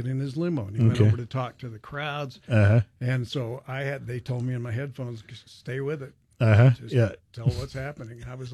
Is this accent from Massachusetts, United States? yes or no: no; Los Alamos, New Mexico, United States; I grew up in Los Alamos